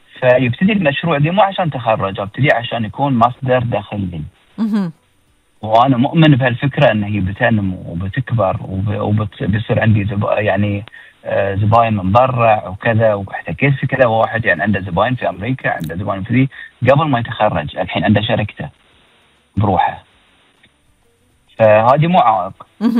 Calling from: Bahrain; الموجود عندنا في البحرين

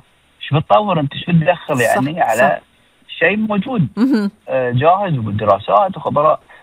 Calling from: Bahrain; الموجود عندنا في البحرين

